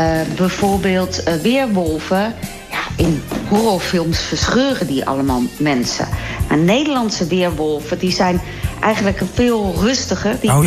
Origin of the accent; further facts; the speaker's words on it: Raalte, Overijssel, Netherlands; Ik kom uit Raalte.